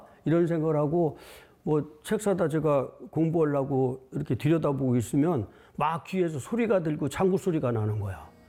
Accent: Seosan, South Chungcheong, South Korea; 제가 고향이 서산이거든요. 충남 서산인데

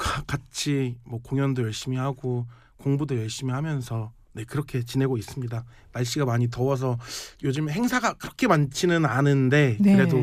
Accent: Namwon, North Jeolla, South Korea; also born or lived in Gwangju; 학창 시절을 네 중학교 때까지는 남원에서 네 학창 시절을 보냈었습니다.

